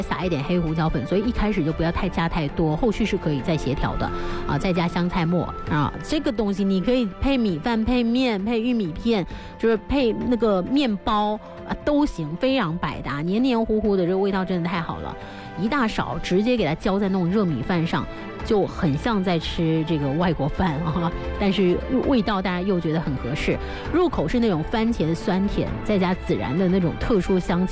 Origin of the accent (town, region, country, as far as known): China